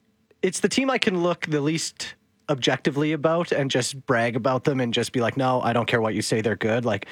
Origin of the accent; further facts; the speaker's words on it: Calgary, Alberta, Canada; I grew up in Calgary.